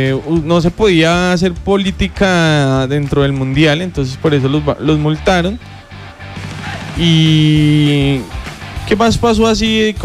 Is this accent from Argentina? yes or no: no; Colombia